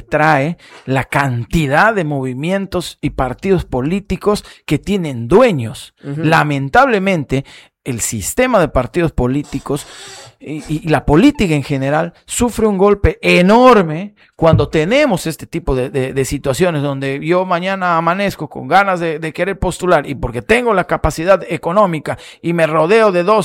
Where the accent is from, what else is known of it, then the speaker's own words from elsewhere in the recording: Picota, San Martín, Peru; Yo soy natural de Picota.